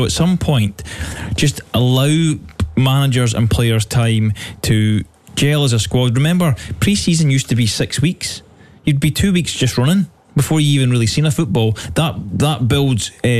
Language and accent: English; Scotland, United Kingdom; I'm a Scottish coach.